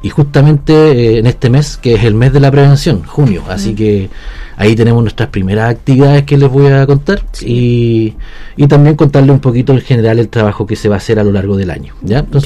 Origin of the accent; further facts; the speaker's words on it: Santiago, Santiago Metropolitan, Chile; now in Freire, Chile; así que soy un fresiano adoptado, como se diría, porque vengo de afuera, vengo de Santiago, pero ya estoy radicado aquí hace más de 10 años